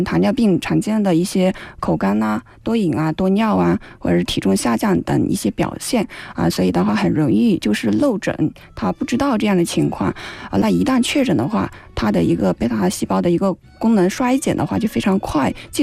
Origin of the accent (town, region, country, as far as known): China